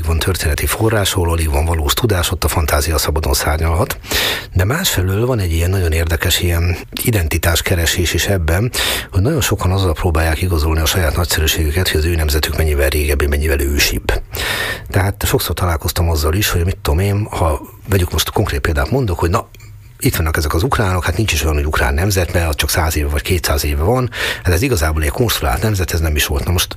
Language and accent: Hungarian; Hungary